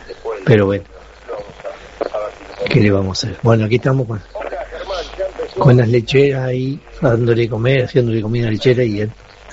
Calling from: Colonia, Uruguay; por acá, por el departamento de Colonia

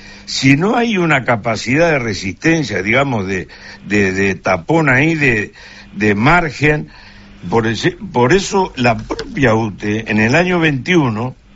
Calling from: Durazno, Uruguay

